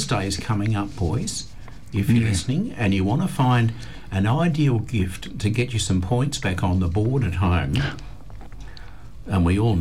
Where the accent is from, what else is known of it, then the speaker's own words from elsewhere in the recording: Palmyra, Western Australia, Australia; I grew up in Palmyra, and next door to me was a family, and their surname was Grilicic.